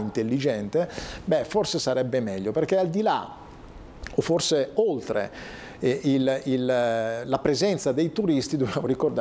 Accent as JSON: {"language": "Italian", "town": "Como", "region": "Lombardy", "country": "Italy", "said": "Io vengo da Como, dove c'è un brand molto affermato, che è Lake Como. Vi dico che da Comasco"}